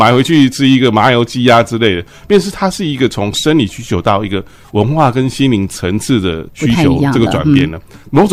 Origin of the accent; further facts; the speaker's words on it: Taiwan; 这是我们台湾人跟人家不一样的地方